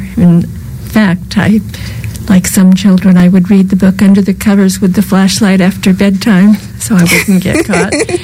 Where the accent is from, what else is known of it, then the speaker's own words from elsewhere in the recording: Fresno, California, United States; Well, I grew up mostly in Fresno.